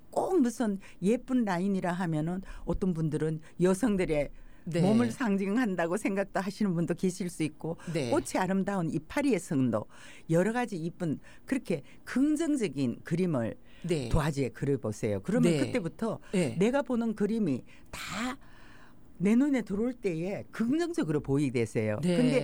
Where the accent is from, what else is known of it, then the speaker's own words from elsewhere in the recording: Gyeongsang, South Korea; 경상도 사람이라서